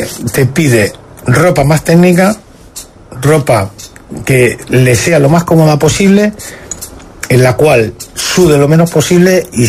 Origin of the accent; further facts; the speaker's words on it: Talavera de la Reina, Castilla-La Mancha, Spain; now in Melilla, Spain; no tenemos pueblos alrededor como puede suceder en Talavera, que yo soy de ahí, de Talavera, en lo cual tienes todos los pueblos de alrededor.